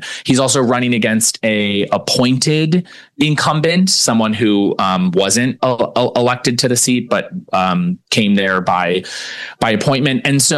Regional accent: Ohio, United States; moved away as an adult; now in New York, United States; I'm a fellow Midwesterner. I'm from Ohio and am a Buckeye.

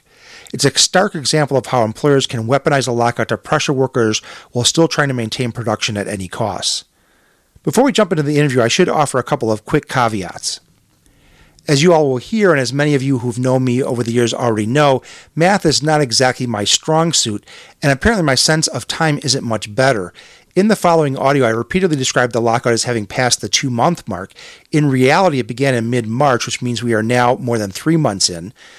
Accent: Chicago, Illinois, United States; Growing up in Chicago, living in Chicago the vast majority of my life

